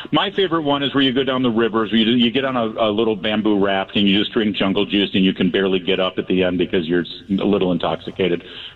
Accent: Newport Beach, California, United States; I grew up in Corona del Mar.

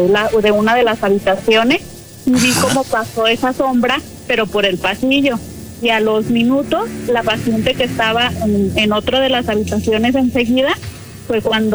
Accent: Guadalajara, Jalisco, Mexico; Soy de Guadalajara, les acabo de hablar.

